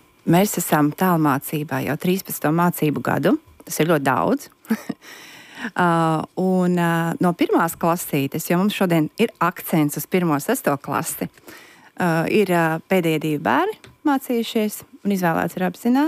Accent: Riga, Latvia; moved away as an adult; mēs esam no Rīgas un aizbraucām dzīvot reģionā.

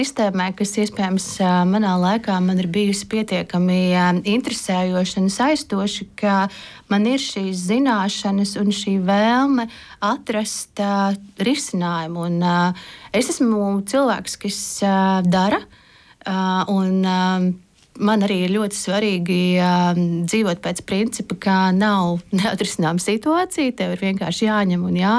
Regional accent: Courland, Latvia; tas tieši mazie un lepnie mani izvēle ir vairāk arī saistīta ar to, ka esmu kurzemniece.

